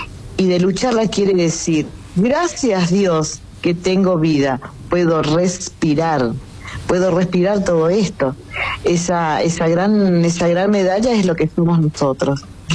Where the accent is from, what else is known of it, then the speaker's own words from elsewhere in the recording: Argentina; puedo también sentirme orgullosa, no solamente como argentina. Qué bueno que seamos argentinos